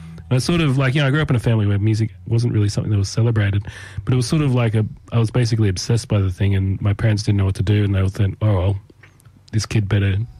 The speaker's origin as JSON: {"language": "English", "town": "Tamworth", "region": "New South Wales", "country": "Australia", "tie": "born or raised there", "said": "I grew up in Tamworth, yes."}